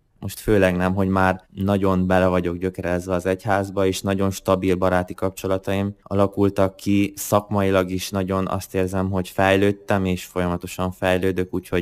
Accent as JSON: {"language": "Hungarian", "town": "Coltău", "region": "Maramureș", "country": "Romania", "also_born_or_lived": "Târgu Mureș, Romania", "moved": "as an adult", "lives_now": "Szeged, Hungary"}